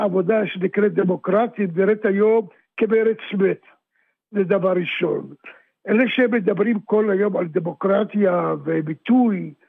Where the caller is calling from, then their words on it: Petah Tikva, Central District, Israel; אני פתח תקווה.